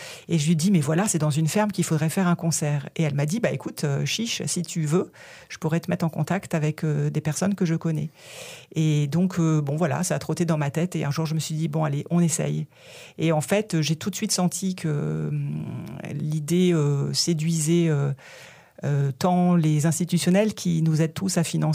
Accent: Normandy, France; je suis normande moi-même

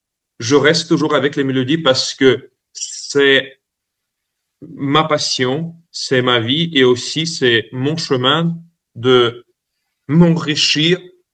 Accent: Île-de-France, France; born there; French is a second language; je suis né en France, à Bastille, et donc peut-être ça restait toujours ma maison.

